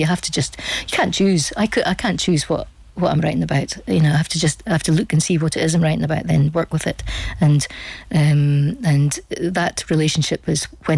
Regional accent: Scotland, United Kingdom; we're both Scottish

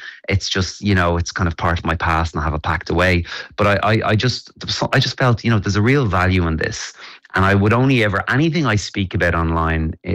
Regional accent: Ireland; I think actually as Irish people, we have an innate ability to find connection.

